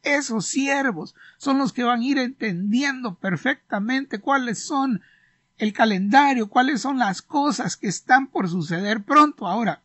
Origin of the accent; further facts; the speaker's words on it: Honduras; yo soy de Honduras